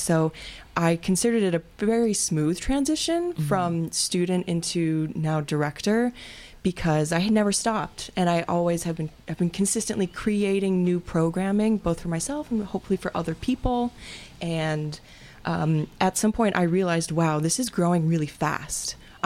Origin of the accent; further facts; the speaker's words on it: Door County, Wisconsin, United States; I'm from Door County